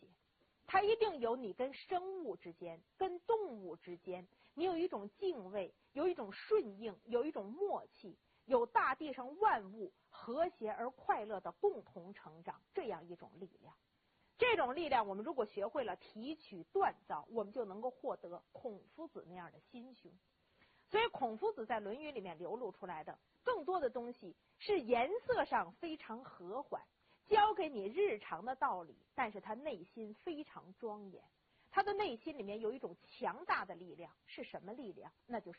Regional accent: China

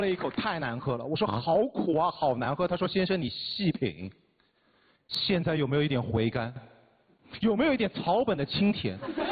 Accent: Jiangsu, China; 我说就这款苏丹北部，我苏北人，来来去去。

